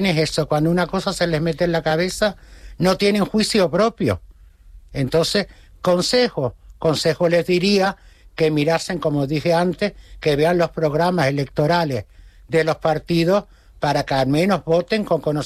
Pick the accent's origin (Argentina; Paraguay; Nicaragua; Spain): Spain; Canary Islands; hasta el Papa felicita a España y a Canarias primero, por supuesto, que somos canarios y luego españoles.